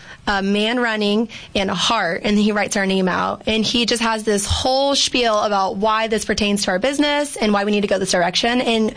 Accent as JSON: {"language": "English", "region": "Virginia", "country": "United States", "tie": "born or raised there", "also_born_or_lived": "El Paso, Texas", "said": "I'm originally from El Paso, Texas. Okay, I've heard of that one. Yeah. But growing up, we moved quite a bit. So what feels like home is the Northern Virginia area."}